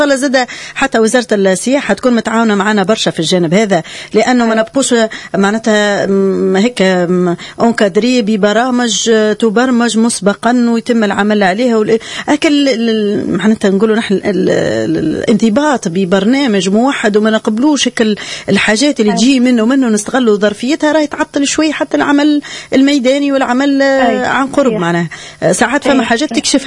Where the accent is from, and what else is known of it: Tunisia